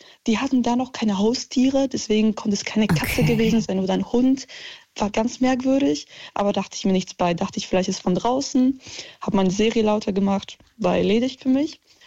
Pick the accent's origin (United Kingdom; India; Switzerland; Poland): Poland; now in Germany; Also wir kommen ursprünglich aus Polen, wir sind dann irgendwann hier hingezogen, bla bla bla.